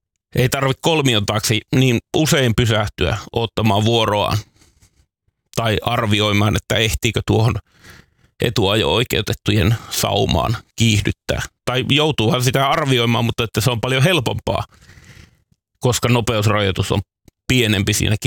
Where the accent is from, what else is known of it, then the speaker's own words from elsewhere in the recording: Northern Finland, Finland; Koska Pohjois-Suomessa, mistä mä oon kotoisin, niin siellä oli mun mielestä mun nuoruudessa vain yksi monikaistainen liikenneympyrä.